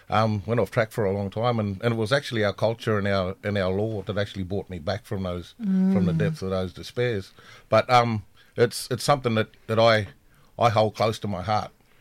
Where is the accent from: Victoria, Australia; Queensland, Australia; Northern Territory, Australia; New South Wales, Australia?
New South Wales, Australia; Walgett; also born or lived in Collarenebri, New South Wales; was born in Collarinnabri in 1972, on Gomeroi country, and grew up at the junction of the Barwon and Nemoi rivers at a little place called Walgett.